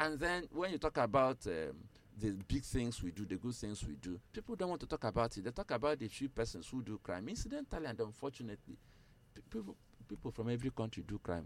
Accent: Nigeria; as a Nigerian

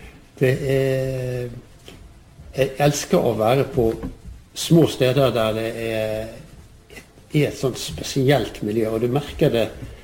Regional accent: Bergen, Vestland, Norway; Og jeg er jo bergenser.

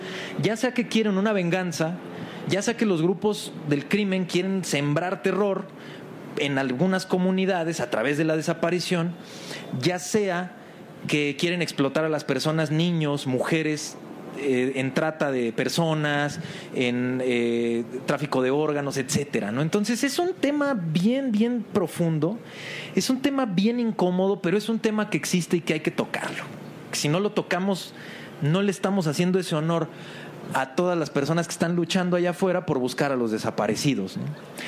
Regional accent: Mexico; Nosotros, México, somos un estado, somos un país y somos una nación.

